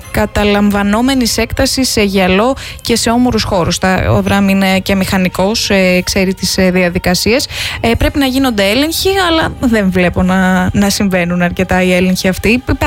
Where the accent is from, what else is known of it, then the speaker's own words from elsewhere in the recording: Greece; εσύ, εγώ που είμαστε από την Ελλάδα